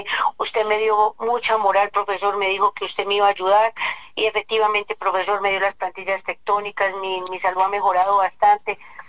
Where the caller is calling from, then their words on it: Santa Sofía, Boyacá, Colombia; Acá desde Santa Sofía, Boyacá, profe.